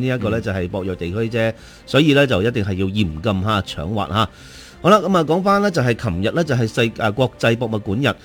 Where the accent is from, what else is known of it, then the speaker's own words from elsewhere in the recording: Guangdong, China; 咁我哋係廣東人，咁當然講粵語咧